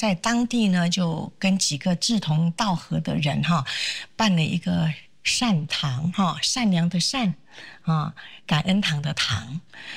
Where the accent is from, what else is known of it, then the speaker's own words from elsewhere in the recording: Laos; 那说起来我小的时候呢，可能很多很多人不知道我原来是从辽国来的哦，而且是在辽国出生的。那这个讲起来就是因为我的父亲啊，当时就是逃离中国嘛，因为战争。